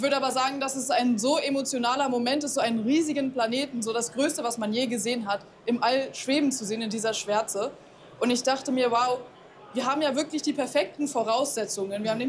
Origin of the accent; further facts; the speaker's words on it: Berlin, Germany; war ein Funkkontakt mit der TU Berlin, mhm, in meiner Heimatstadt.